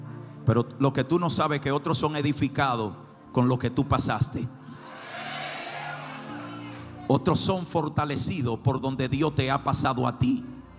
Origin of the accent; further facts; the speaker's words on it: Dominican Republic; Yo nací, hermano, en el Simón Bolívar y me crié en ese barrio hasta los 12 años.